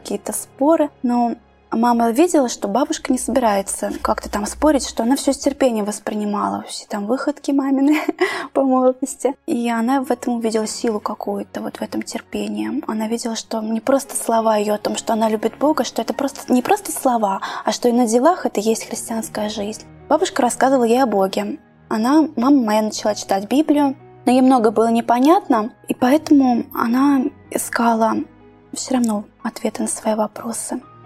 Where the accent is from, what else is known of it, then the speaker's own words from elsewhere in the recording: Kstovo, Nizhny Novgorod Oblast, Russia; born there; Я родилась в Нижегородской области, в очень красивом и небольшом городе Кстово.